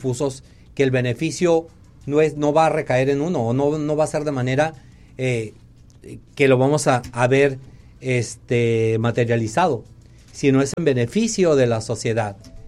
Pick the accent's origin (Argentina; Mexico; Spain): Mexico; nos consideramos así porque somos mexicanos